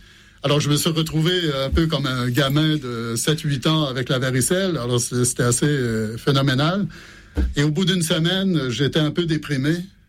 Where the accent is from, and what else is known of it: Montreal, Quebec, Canada; born or raised there; moved away as an adult; also born or lived in Rome; now in Fontenay, France